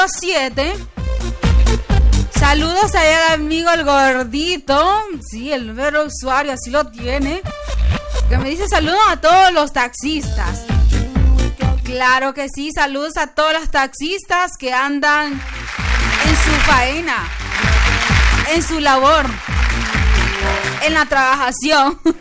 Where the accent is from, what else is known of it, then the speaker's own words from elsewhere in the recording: Honduras; Soy hondureña.